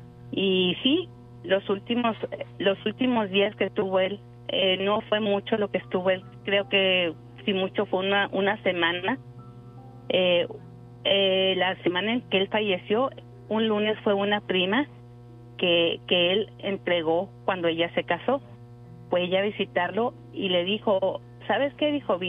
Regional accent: Chihuahua, Mexico; nosotros somos de Chihuahua

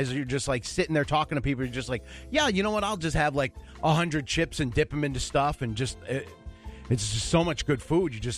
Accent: New York, United States; moved away; I'm growing up in New York, I'm a Yankees fan.

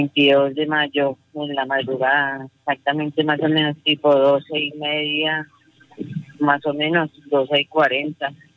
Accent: Bogotá, Colombia; Yo soy de Bogotá, nosotros realmente vivimos en Bogotá.

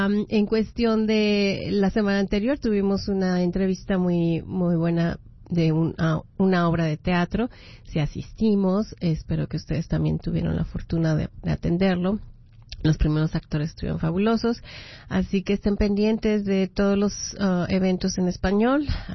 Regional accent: Mexico City, Mexico; now in Las Vegas, United States; yo que soy de la Ciudad de México, que tenemos todos los climas

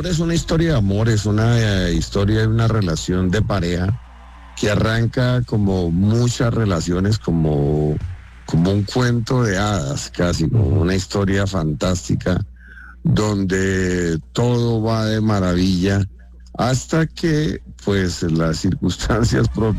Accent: Tocaima, Cundinamarca, Colombia; moved away as an adult; por mi origen, yo soy de un pueblo, yo soy de Tocaima

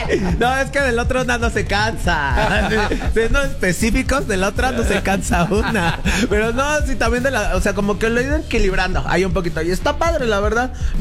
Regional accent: Ecatepec, State of Mexico, Mexico; Soy de Catepec.

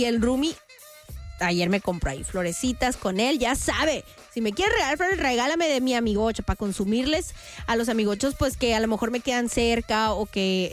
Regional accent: Tijuana, Baja California, Mexico; De mi casa de donde crecí, en Otay.

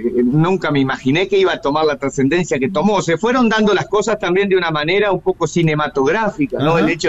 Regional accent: San Cristóbal, Santa Fe, Argentina; Soy del norte de Santa Fe, de San Cristóbal, el departamento San Cristóbal.

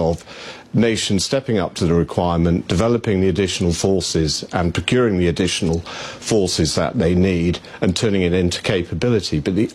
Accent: United Kingdom

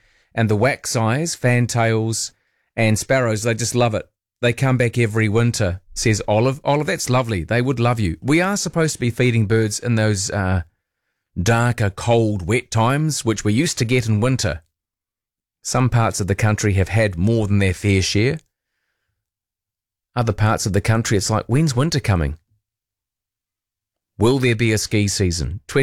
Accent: Christchurch, Canterbury, New Zealand; Well, it's a silly question you've got to say yes to, isn't it? It's my hometown.

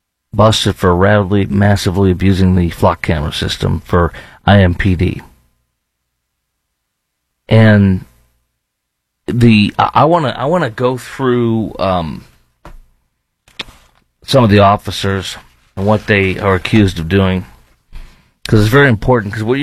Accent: Chicago, Illinois, United States; now in Indiana, United States; See, I'm a Midwest guy, born and raised in Chicago, but you know when I'm here, our fall sucks.

